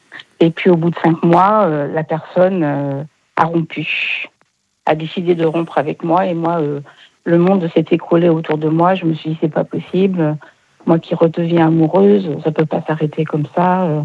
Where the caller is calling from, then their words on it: Le Mans, Pays de la Loire, France